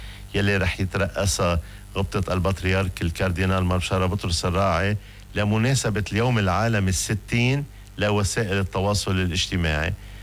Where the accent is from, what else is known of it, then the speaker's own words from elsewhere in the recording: Lebanon; وكمان اليوم عيد العيلة ونحن من لبنان قديش العيلة مهمة